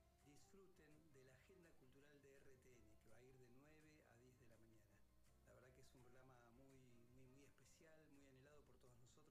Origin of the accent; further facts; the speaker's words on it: Neuquén, Argentina; Soy músico neuquino, cantautor patagónico.